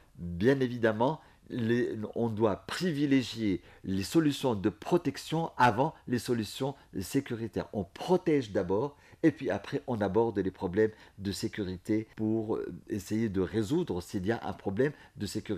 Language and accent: French; Tunisia; Et chose extraordinaire chez nous en Tunisie, parce qu'on n'arrête pas de le dire, nous sommes pionniers en matière de cadre législatif pour les enfants